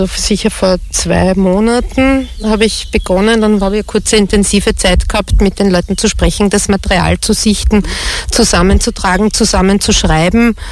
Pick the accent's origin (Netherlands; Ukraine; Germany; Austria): Austria; Oberaubach, Lower Austria; born there; Ich bin geboren in Oberaubach. Ich habe meine Vorfahren unspektakulärerweise alle in der Umgebung. Also ich kenne mich hier wirklich gut aus.